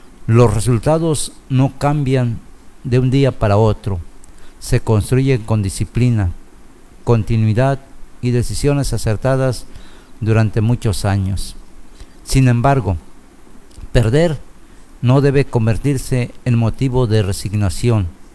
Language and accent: Spanish; Mexico